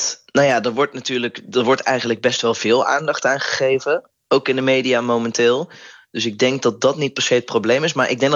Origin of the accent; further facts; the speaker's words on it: North Brabant, Netherlands; Ik kom uit Brabant en ik vind bijvoorbeeld ook carnaval echt verschrikkelijk.